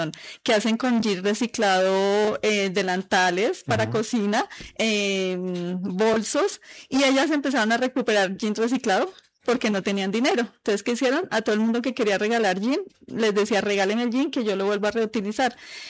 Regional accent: Usaquén, Bogotá, Colombia; ellos me buscaron porque soy productora y soy de Usaquén.

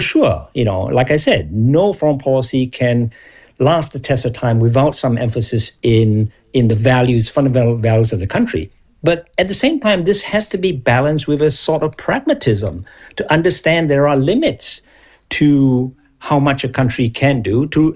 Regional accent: Singapore; moved away as an adult; also born or lived in United States; I'm actually from Singapore, grew up there.

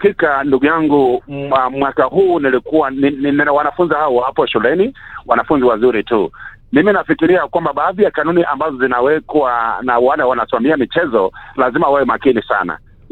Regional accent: Rift Valley, Kenya; hakika mimi natoka katika Bonde la Ufa.

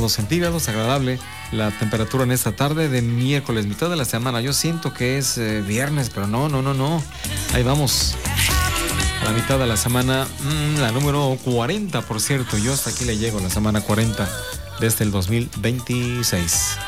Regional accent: Mexico; Para los que somos acá de México

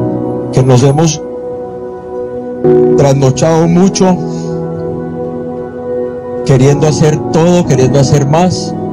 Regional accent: Cali, Valle del Cauca, Colombia; Como caleños, aquí todos nos queremos.

